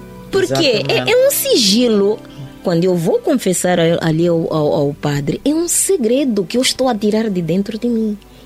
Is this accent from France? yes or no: no; Mozambique; Mas nós todos somos moçambicanos, não pode ser.